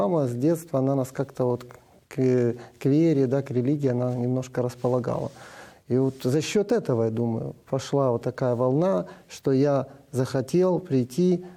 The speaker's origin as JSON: {"language": "Russian", "town": "Dnipro", "region": "Dnipropetrovsk Oblast", "country": "Ukraine", "tie": "born or raised there", "said": "когда меня перевели в хор молодежный в городе Днепропетровске, откуда я родом, я был самый практически старший."}